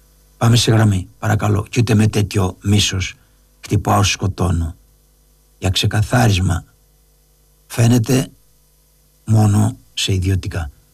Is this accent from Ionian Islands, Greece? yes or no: yes; Lefkada, Ionian Islands, Greece; Πάνω που είμαι από τη Λευκάδα